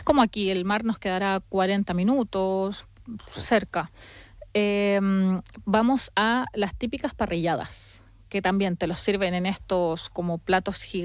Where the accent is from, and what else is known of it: Concepción, Biobío, Chile